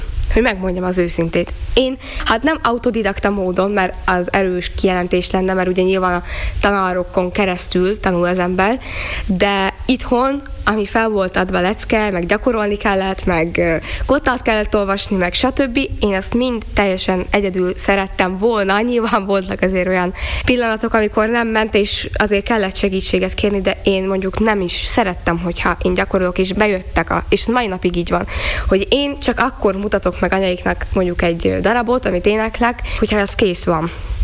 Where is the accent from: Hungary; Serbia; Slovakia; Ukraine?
Hungary; Palócföld; accent: Palóc; Aki hallgatja, úgy tűnik, hogy palócosan beszélek